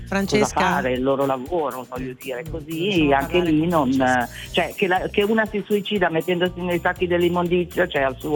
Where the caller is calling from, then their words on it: Novara, Piedmont, Italy; Da Novara.